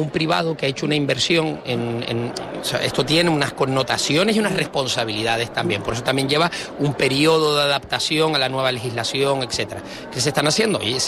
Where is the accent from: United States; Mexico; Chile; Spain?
Spain; San Andrés, Canary Islands; yo soy de San Andrés, en la isla de Tenerife